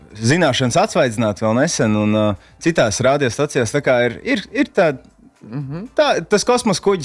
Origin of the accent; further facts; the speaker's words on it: Tukums, Tukums Municipality, Latvia; also born or lived in Riga; es esmu audzis tukumā. Esmu izmācījies fantastiskās tukuma. Skoliņās un pēc tam arī Rīgā mācījies.